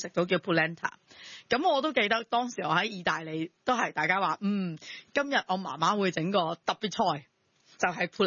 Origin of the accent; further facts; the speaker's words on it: Guangdong, China; 即系我哋广东人最多就话炖汤啊。